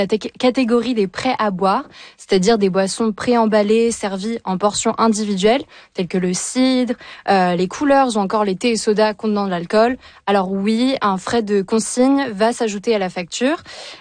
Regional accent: Manitoba, Canada; chez nous au Manitoba

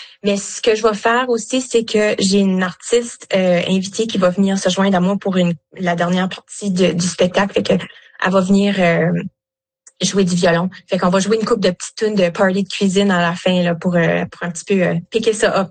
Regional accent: Canada; Comme moi, je suis acadienne, là, mes deux parents sont francophones acadiens

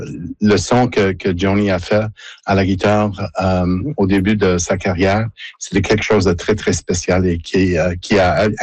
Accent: Montreal, Quebec, Canada; alors j'ai grandi à Montréal

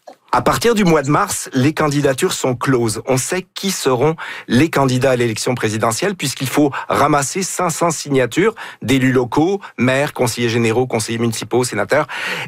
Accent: Quebec, Canada; de comparer un peu ce qui se passe chez nous au Québec et au Canada et ce qui se passe un peu en France.

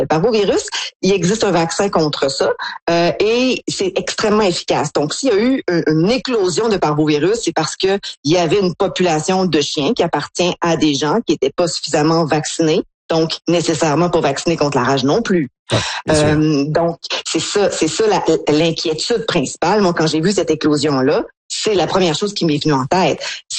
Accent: Lac-Saint-Jean, Quebec, Canada; moi, dans ma jeunesse, au Lac-Saint-Jean

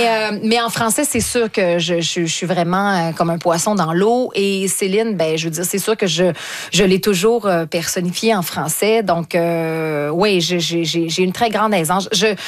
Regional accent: Quebec, Canada; accent: Québécois; Mais j'ai un fort accent québécois

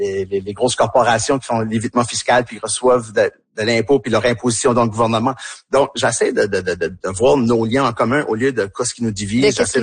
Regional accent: Tracadie, New Brunswick, Canada; accent: Tracadie; quand je suis avec eux autres, ben, je parle avec mon accent tracadie un peu plus

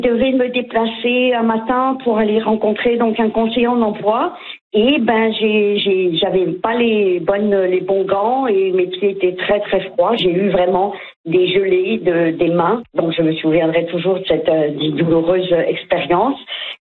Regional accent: Algeria; je viens de l'Algérie.

